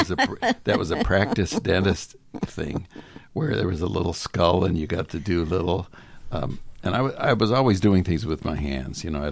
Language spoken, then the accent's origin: English; Los Angeles, California, United States; moved away as an adult; also born or lived in Burbank, California; now in Olympic Peninsula, Washington, United States; I'm born and bred in Los Angeles. I lived there for pretty much 44 years.